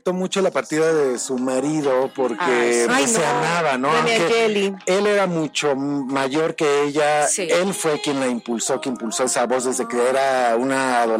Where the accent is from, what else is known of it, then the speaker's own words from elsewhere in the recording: Guadalajara, Jalisco, Mexico; Mande sin mi tierra, Guadalajara, soy tapatío porque un ojo me baila y el otro me zapatea.